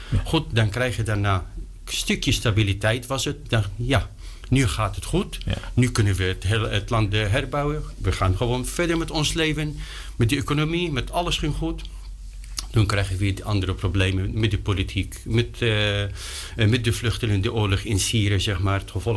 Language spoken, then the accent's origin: Dutch; South Governorate, Lebanon; Dutch is a second language; now in Netherlands; Nou, ik geboren in Libanon.